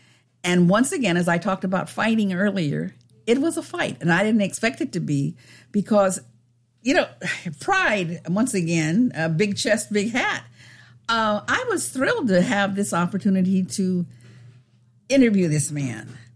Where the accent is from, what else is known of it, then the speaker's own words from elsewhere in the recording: United States; I grew up black in America. I was in my 40s at that time, maybe 50s.